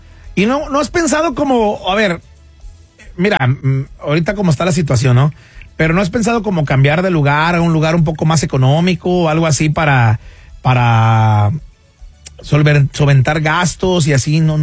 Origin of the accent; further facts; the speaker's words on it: Mexico; Nosotros como hispanos o como mexicanos, yo me incluyo